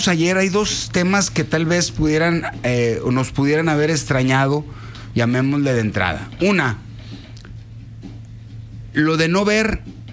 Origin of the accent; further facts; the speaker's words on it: Mexico; Yo creo que estar lejos de tu tierra, decir soy de ahí, hoy cómo están viviendo en mi país esto, y la alegría que nos están dando, y la emoción que nos junta de alguna u otra manera a todos los mexicanos